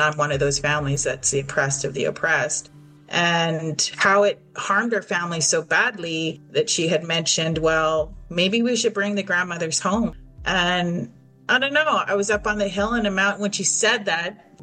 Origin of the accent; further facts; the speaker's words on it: Spences Bridge, British Columbia, Canada; moved away as an adult; now in Vancouver, Canada; I'm Intlkatan from Spence's Bridge, and I'm also Shuswap, my mother's side. I was raised in Spence's Bridge. I've been living in Vancouver since 2021, since the fires and the floods, and I'm hoping to go home soon.